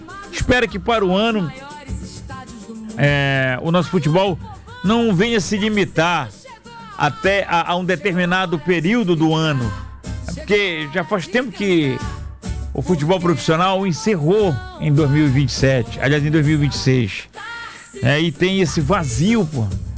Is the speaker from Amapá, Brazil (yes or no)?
yes; Amapá, Brazil; eu como amapaense